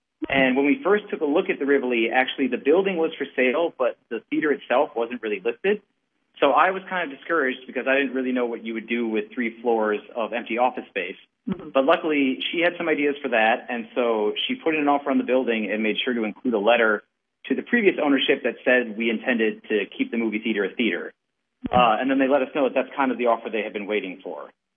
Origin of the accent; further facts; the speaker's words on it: La Crosse, Wisconsin, United States; moved away as an adult; I grew up in La Crosse and I grew up coming to this theater. And then when I moved back here in about 2016